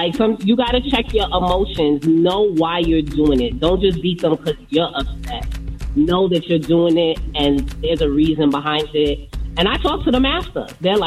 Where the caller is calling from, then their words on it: Connecticut, United States; I am from Connecticut.